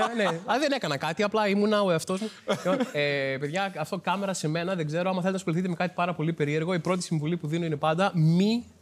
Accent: Trikala, Thessaly, Greece; now in Athens, Greece; Εμείς ήρθαμε από Τρίκαλα που είχαμε δύο μαγαζιά όλα και όλα. Οπότε ήρθαμε εδώ που είχε χιλιάδες

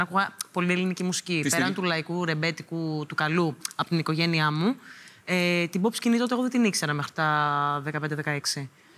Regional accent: Kalavryta, West Greece, Greece; Εγώ Δευτέρα με Παρασκευή είμαι στο χωριό μου.

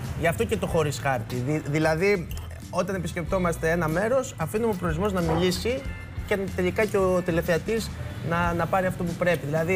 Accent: Glossa, Thessaly, Greece; ο καλύτερος προορισμός του κόσμου είναι η γλώσσα και η Σκόπελος στο χωριό μου.

